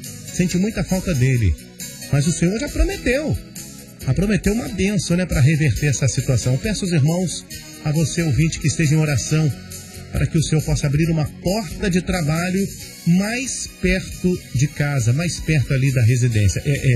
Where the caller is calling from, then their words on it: Meaípe, Espírito Santo, Brazil; Eu sou daqui de Meiaípe, nós moramos em Meiaípe, na praia de Meiaípe, Guarapari, no Espírito Santo.